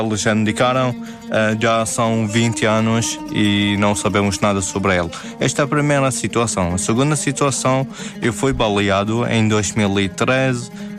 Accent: Iraq; moved away; Começo o meu processo no Iraque. Eu saí do Iraque por causa das duas situações que aconteceram na minha vida e na vida da minha família.

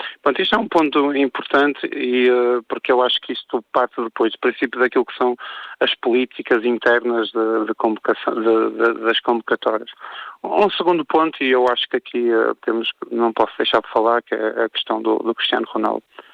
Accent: Portugal

